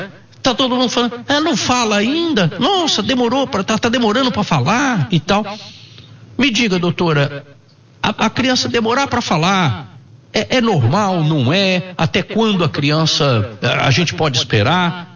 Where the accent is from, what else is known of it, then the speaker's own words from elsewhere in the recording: Minas Gerais, Brazil; born there; moved away; lá em Minas Gerais, onde eu nasci